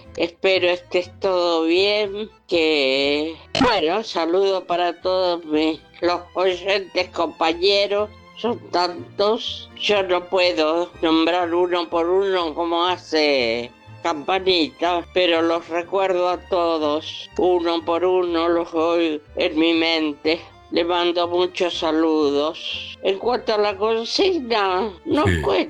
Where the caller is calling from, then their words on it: Isidro Casanova, Buenos Aires Province, Argentina; Acá te saluda … de Casanova